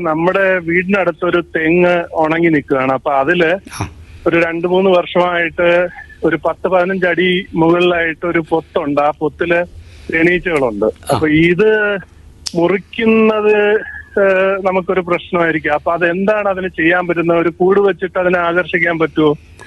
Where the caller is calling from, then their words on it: Pallippuram, Kerala, India; ഞാൻ വിളിക്കുന്നത് പള്ളിപ്പുറത്തു നിന്നാണ്.